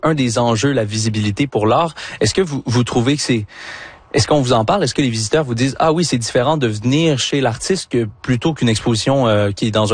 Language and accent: French; Magog, Quebec, Canada; même si je suis natif de Magog, ici dans la région, c'est la première fois que j'essaye le circuit.